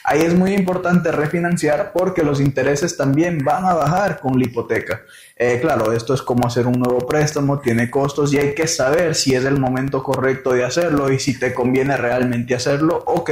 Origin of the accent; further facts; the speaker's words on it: Ecuador; Yo soy de Ecuador.